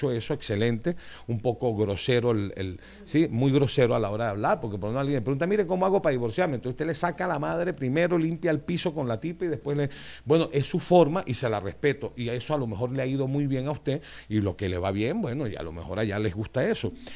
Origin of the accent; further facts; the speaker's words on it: Venezuela; nosotros venezolanos no tenemos rencor.